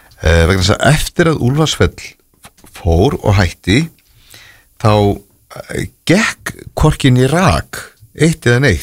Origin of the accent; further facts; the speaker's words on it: Reykjavík, Capital Region, Iceland; ég fættur og uppalinn á Sólvallagötu sem bara nokkrum húsum frá og ég hef aldrei farið úr Vesturbænum